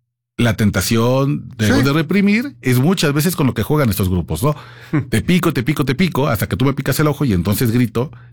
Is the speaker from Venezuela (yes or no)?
no; Mexico City, Mexico; Estamos muy aceitados, y como chilangos, la verdad es que ya conocemos bien.